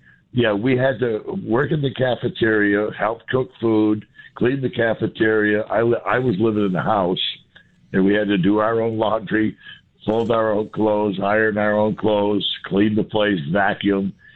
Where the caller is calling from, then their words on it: Vermont, United States; I was from Vermont.